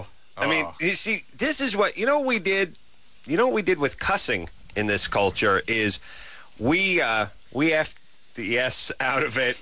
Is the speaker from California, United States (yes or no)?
yes; Los Angeles, California, United States; I went to North Hollywood High, which is good, because I tell people, yeah, I'm from North Hollywood